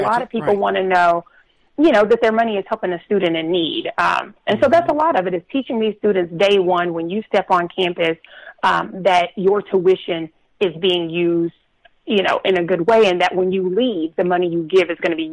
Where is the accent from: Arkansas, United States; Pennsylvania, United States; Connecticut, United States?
Arkansas, United States; So my twin sister and I, we are from Arkansas